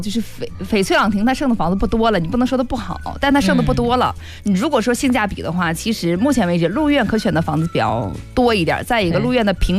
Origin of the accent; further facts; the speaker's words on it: Northeast China, China; born there; now in Lianyungang, China; 我们那边不是暖气费，我们是烧炕